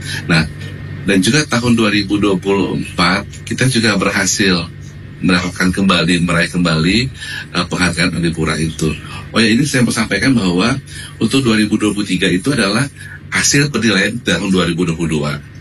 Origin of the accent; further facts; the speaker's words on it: Nunukan, North Kalimantan, Indonesia; kita sebagai warga Kabupaten Nunukan